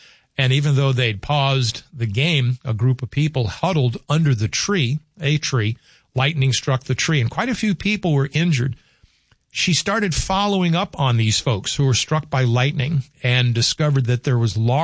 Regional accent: the South, United States; Heat lightning in my vernacular, growing up in the South, was the diffused lightning in the clouds

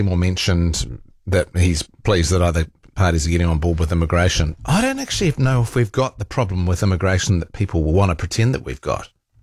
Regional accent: New Zealand; yes, I'm from New Zealand, aren't we awesome?

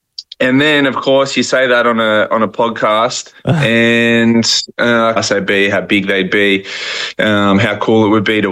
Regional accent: Australia; As an Aussie, that sound clip went worldwide.

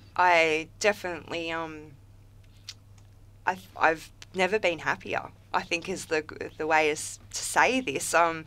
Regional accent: Morwell, Victoria, Australia; I came from Morwell. I did come from Morwell. So I've grown up around Latrobe Valley.

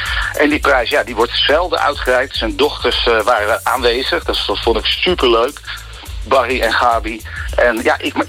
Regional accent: Purmerend, North Holland, Netherlands; En ik ben opgegroeid in Purmerend en ook geboren.

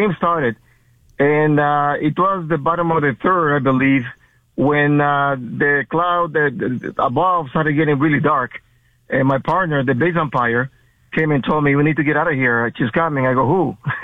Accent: Dominican Republic; now in United States; in the Caribbean where I grew up in the Dominican Republic, this is part of life.

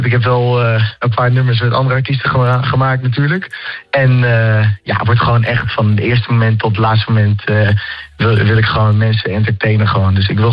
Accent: Utrecht, Netherlands; omdat ik uit Utrecht kom.

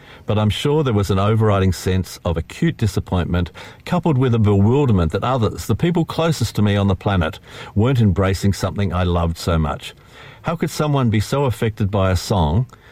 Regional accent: Launceston, Tasmania, Australia; I was lucky growing up in Launceston in the, you know, I was born in 1956, so we're talking the early 60s here.

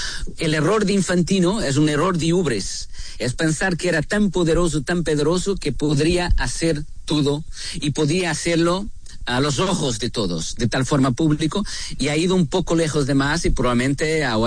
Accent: Portugal; Spanish is a second language; yo soy europeo, soy portugués

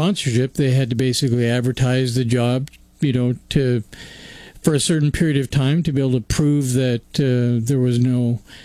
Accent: Weyburn, Saskatchewan, Canada; moved away as an adult; now in Columbus, United States; where I grew up, I grew up in Weyburn, Saskatchewan.

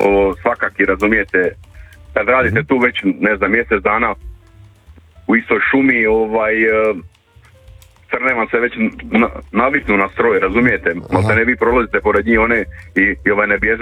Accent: Vinkovci, Vukovar-Srijem County, Croatia; Ja sam inače iz Vinkovaca, trenutno radim u Sisku na terenu.

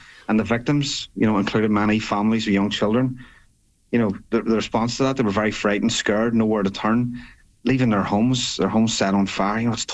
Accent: Belfast, Northern Ireland, United Kingdom; I grew up in West Belfast

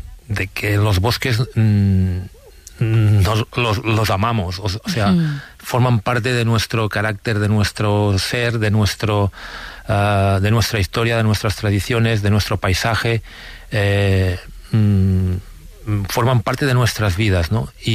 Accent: Sant Sadurní d'Anoia, Catalonia, Spain

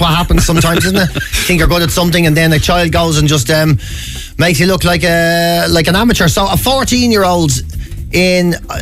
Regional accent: Dublin, Leinster, Ireland; we're from Dublin

